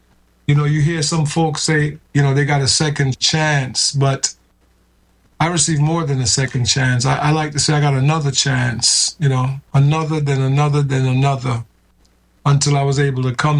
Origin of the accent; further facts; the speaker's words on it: New York City, New York, United States; also born or lived in Kingston, Jamaica; Grew up in New York City.